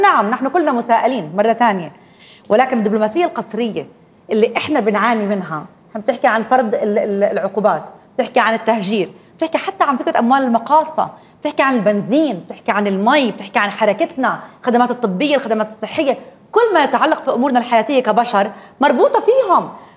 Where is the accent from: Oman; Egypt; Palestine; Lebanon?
Palestine; انا كفلسطيني